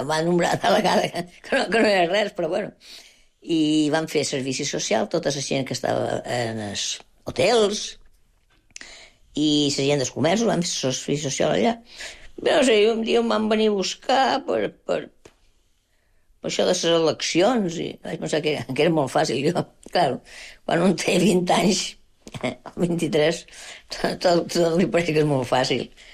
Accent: Balearic Islands, Spain; born there; Jo... de Menorca, jo he nascut a Menorca, però a mi m'ha agradat molt el Louis Vicent.

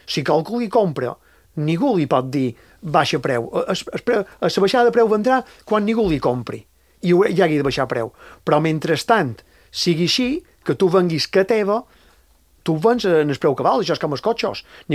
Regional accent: Maria de la Salut, Balearic Islands, Spain; Maria de Salut, el meu poble

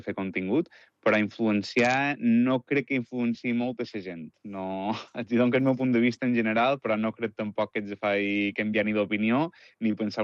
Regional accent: Sineu, Balearic Islands, Spain; Jo soc de Sineu. El meu mare és Llongueta, de Santa Catalina, i mon pare és de Zamora. I jo he nascut i m'he criat i visc encara dia d'avui a Sineu.

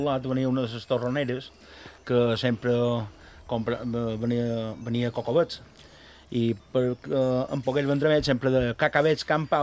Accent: Vilafranca de Bonany, Balearic Islands, Spain; nosaltres, a Vilafranca

